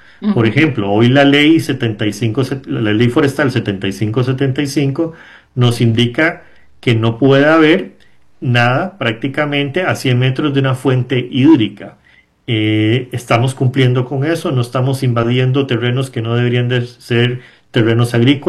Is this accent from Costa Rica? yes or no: yes; Costa Rica; Y nosotros como costarricenses debemos de sentirnos orgullosos de tener este gran país